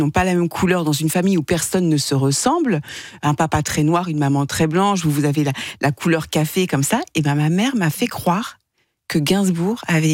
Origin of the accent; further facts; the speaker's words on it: France; Non mais je l'aime ce … évidemment, comme nous tous en tant que Français.